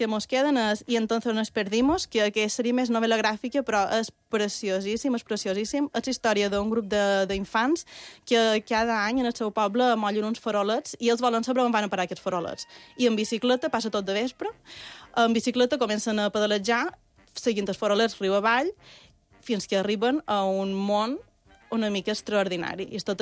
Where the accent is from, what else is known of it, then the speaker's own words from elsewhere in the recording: Marratxí, Balearic Islands, Spain; i jo sóc de Marratxística enamorada.